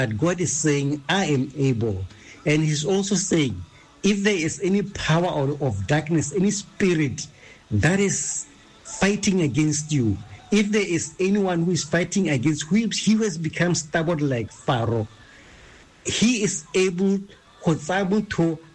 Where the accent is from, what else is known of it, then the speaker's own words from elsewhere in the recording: Kokwehi, Botswana; now in Mahalate, Botswana; I'm in Mahalate, but my hometown is Kokwehi.